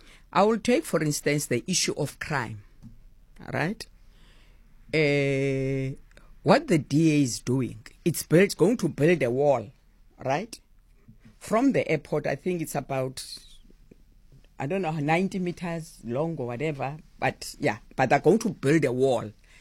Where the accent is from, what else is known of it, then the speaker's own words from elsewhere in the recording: Cape Town, Western Cape, South Africa; born there; moved away as an adult; now in Durbanville, South Africa; I moved from Langa. I stayed in Durbanville, right? But my house is still there, right? My house is still there. And every week I go to my house. Weekends, we spend weekends in Langa with them, because that's where we're born.